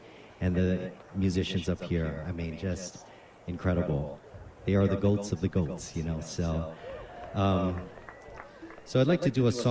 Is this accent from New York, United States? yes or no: no; Hawaii, United States; And growing up in Hawaii, I was so fortunate because there were so many great pioneers of this instrument.